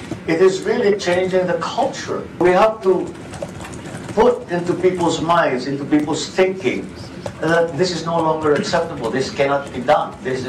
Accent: Philippines

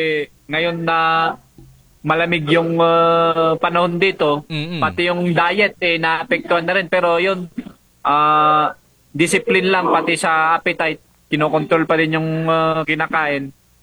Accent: Cordillera Administrative Region, Philippines; nirepresent yung Pilipinas bilang isang Pinoy and lalong-lalo na dito sa amin as sa Cordillera, sa Igorot din.

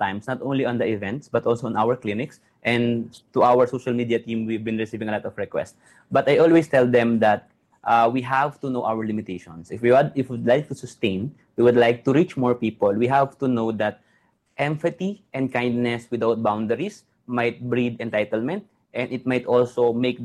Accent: Gapan, Central Luzon, Philippines; We have one clinic in my hometown that's in Gapan City, Nueva Ecija.

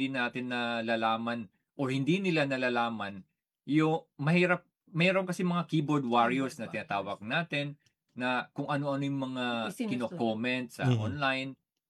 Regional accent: Jolo, Bangsamoro, Philippines; also born or lived in Quezon City; So I'm originally from Jolo, Sulu. I was born in Quezon City but I was brought up in Jolo, Sulu.

